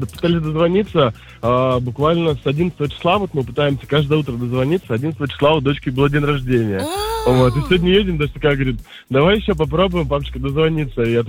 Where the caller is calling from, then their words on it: Yaroslavl, Yaroslavl Oblast, Russia; мы из Ярославля едем.